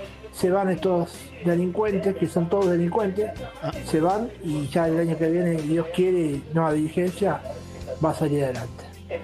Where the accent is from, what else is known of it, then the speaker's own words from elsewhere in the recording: Loma del Mirador, Buenos Aires Province, Argentina; de Loma de Mirador. Soy hincha independiente y nada.